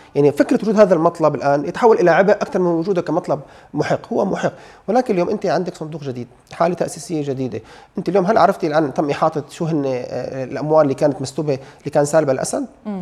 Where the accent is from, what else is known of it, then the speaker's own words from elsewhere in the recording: Syria; لو بدنا تمويل كسوريين